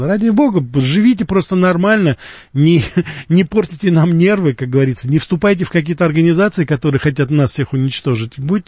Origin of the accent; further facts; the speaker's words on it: Russia; Я это прекрасно помню, когда я из России, потому что я родился и вырос все-таки здесь, я ездил к родственникам в Грузию и в Армению.